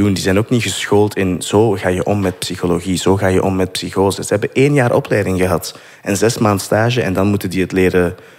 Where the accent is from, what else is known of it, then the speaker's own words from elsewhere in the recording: Turnhout, Flanders, Belgium; Ja, ik ben van Turnhout, van Twee het Raad Dubbel Nul. Je kunt hem soms wel horen in mijn ellen en mijn